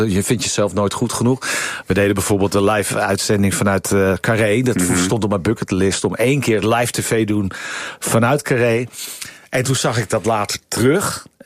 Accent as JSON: {"language": "Dutch", "town": "Purmerend", "region": "North Holland", "country": "Netherlands", "tie": "born or raised there", "said": "Ik ben geboren in Purmerend."}